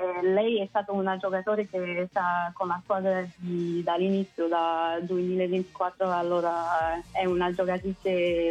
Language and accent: Italian; Montreal, Quebec, Canada; Originaria di qui, da Montreal, no. Però la mia famiglia in Italia veniamo dall'Abruzzo e Campobasso